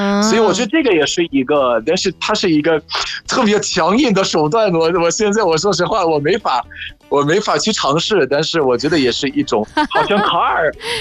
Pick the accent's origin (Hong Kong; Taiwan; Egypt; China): Egypt; Chinese is a second language; ，拜拜。